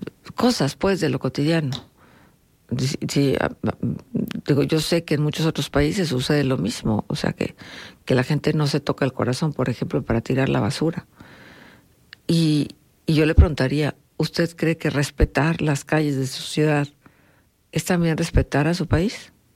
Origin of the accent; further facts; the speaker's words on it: Mexico; somos mexicanos porque de manera fortuita nacimos aquí y pues bueno, ya está. Vivimos aquí, nos hacemos la vida aquí.